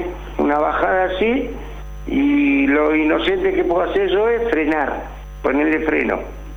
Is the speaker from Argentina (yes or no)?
yes; Mantilla, Corrientes, Argentina; born there; nací en Mantilla, Corriente